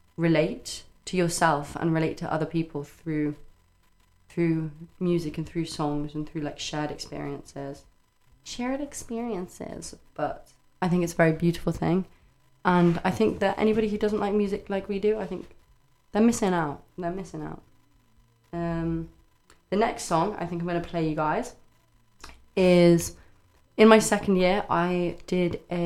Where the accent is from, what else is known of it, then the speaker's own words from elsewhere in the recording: Ireland; like, I am Irish. Both of my parents are Irish.